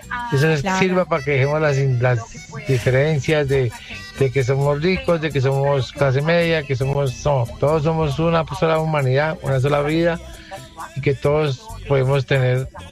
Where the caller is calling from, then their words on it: Colombia; como buenos colombianos